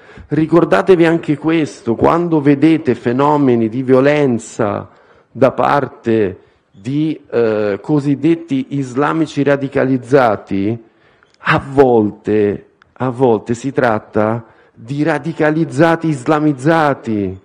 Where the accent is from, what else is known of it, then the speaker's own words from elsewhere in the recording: Rome, Lazio, Italy; vi parlo da romano